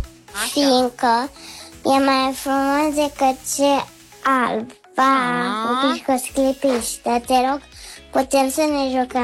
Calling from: Plopu, Romania; din Plopu, am 6 ani

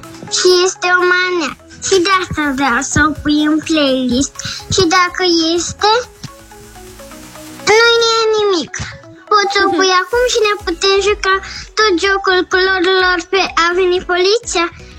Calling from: Bucharest, Romania; Bună, DJ Dodi … din București

